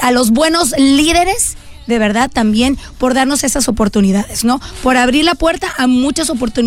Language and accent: Spanish; Mexico; moved away as an adult; now in United States; yo sigo siendo mexicana. Yo nací en México, yo estuve hasta los 21 años en México.